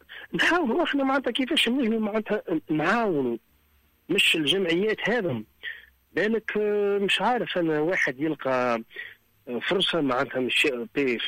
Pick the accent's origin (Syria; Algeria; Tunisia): Tunisia; Zarzis, Medenine; moved away; also born or lived in New York; كي انا مشيت عندهم في تونس وكيف هم جاوا عندنا معناتها في جرجيس.